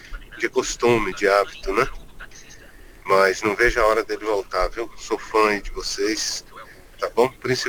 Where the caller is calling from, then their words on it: Santo Amaro, São Paulo, Brazil; sou aqui de Santo Amaro.